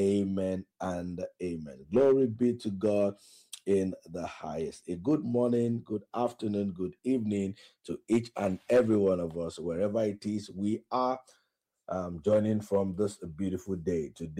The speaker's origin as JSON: {"language": "English", "town": "Oshogbo", "region": "Osun", "country": "Nigeria", "tie": "born or raised there", "said": "Darling FM in Owerri, my hometown in Oshogbo, Ray Power Night 5.1, Port Harcourt"}